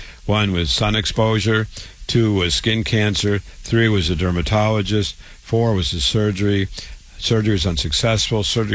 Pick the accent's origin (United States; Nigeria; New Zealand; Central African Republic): United States; Waterloo, Iowa; moved away; So I was born in Waterloo, Iowa. … I went to public school there